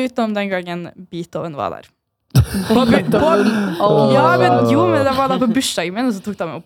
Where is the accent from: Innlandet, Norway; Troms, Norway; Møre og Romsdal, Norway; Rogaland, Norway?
Troms, Norway; Salangen; Salangen, jeg er fra Salangen, det er litt oppe i Nord-Norge.